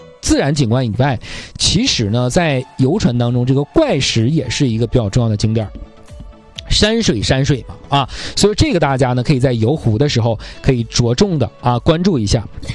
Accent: Jilin, China; 在我们的家乡啊，就有我们东北最大的地下水电站，叫我们的白山发电站啊。

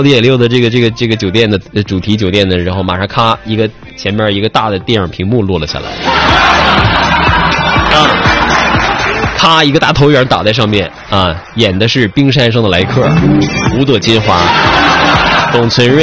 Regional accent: Changchun, Jilin, China; 我们长春啊

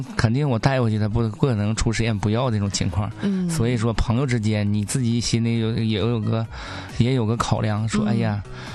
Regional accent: Northeast China, China; accent: Northeastern; 咱们东北话

